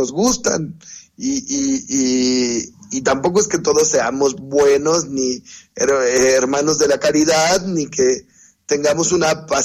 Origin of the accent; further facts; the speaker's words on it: Mexico; nosotros somos mexicanos